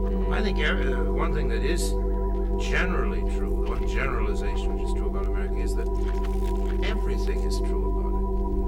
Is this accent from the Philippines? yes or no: no; England, United Kingdom; English didn't do to that island right next door to them, to the Irish, for a period of 700 years, and we're English.